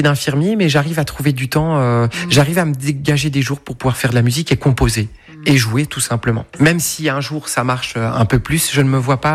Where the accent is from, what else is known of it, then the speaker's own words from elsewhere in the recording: Toul, Grand Est, France; Oui, je suis de Toul.